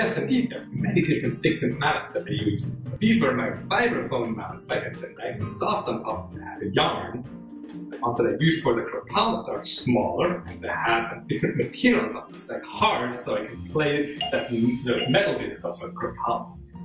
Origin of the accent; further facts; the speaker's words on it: Switzerland; You know, Randall, I grew up in Switzerland, and in Switzerland they have a lot of cows, and it always reminds me of Switzerland when I hear cowbells.